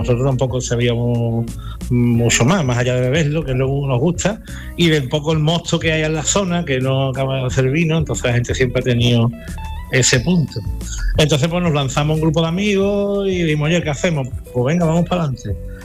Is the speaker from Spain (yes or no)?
yes; San Fernando, Andalusia, Spain